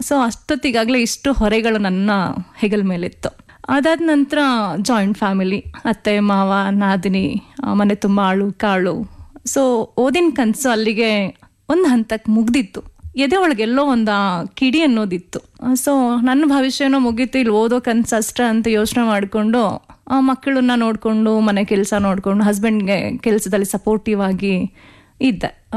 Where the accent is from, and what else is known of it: Bengaluru, Karnataka, India; born or raised there; also born or lived in Dwaralu, Sira taluk